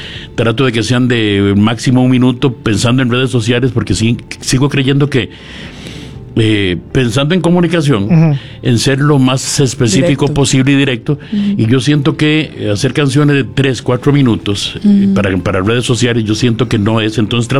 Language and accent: Spanish; Puntarenas, Costa Rica; born there; now in San José, Costa Rica; Volvemos en el 71 a San José para terminar yo mi tercer grado en la escuela Buenaventura Corrales. Nos vamos en noviembre en vacaciones y no volvimos más a San José, nos quedamos en Punta Arenas.